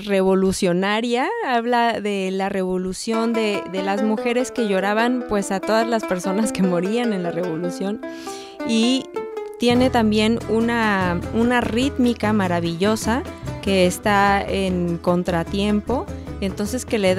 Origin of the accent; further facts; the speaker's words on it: Puebla, Mexico; born there; now in Veracruz, Mexico; De nacimiento soy poblana